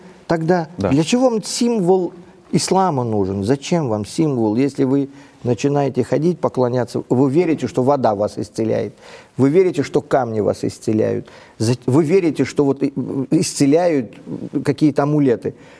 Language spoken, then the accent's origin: Russian; Uzbekistan